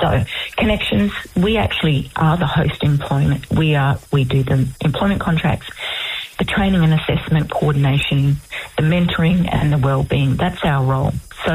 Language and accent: English; Weipa, Queensland, Australia; born or raised there; also born or lived in Old Mapoon